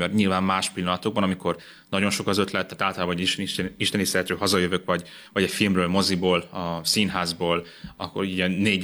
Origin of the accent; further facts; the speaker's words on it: Galambod, Mureș County, Romania; now in Cluj-Napoca, Romania; ott éltem Marosvásárhelyen, nőttem fel, de Marosvásárhely mellett a Galambodon, megemlítem Galambodot, mert nagyon kevesen élnek a faluban, úgyhogy halljanak így többen is Galambodról, nagyon szép kis falu. Ott nőttem fel, és talán 11-12-es koromban beszéltem a legszebben magyarul